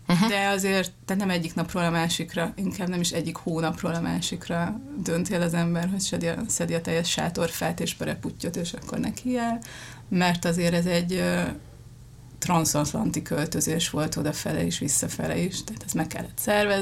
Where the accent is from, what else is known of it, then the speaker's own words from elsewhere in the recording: Hungary; moved away as an adult; now in Linz, Austria; mivel magyarok vagyunk Magyarországról